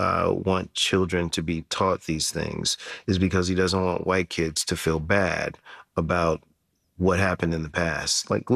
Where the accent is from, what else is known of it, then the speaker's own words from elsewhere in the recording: Southern United States, United States; as a Black man growing up in the South, Bree's action did not anger me, but the state taking it down made me angry.